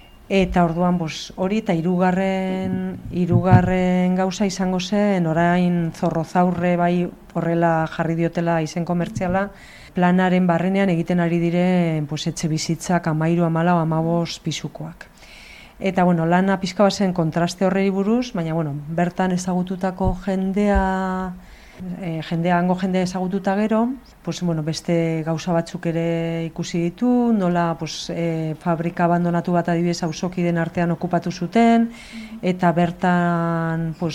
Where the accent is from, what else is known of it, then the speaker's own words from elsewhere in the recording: Basque Country, Spain; born there; Ni pentsatzen nuen Nafarrogora aurkezturitzena, baina ez, Bizkaikoa irabazi nuen, Bizkaian jaioa naiz eta.